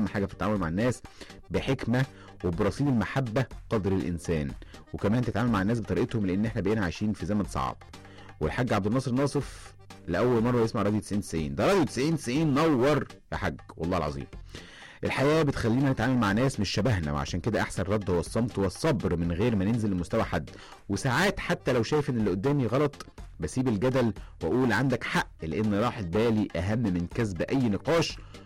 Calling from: Alexandria, Alexandria Governorate, Egypt; من اسكندريه

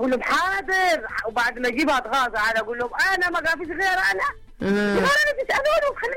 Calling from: Al-Qusiya, Asyut Governorate, Egypt; انا من القصيه، مركز القصيره بحركي بشويه.

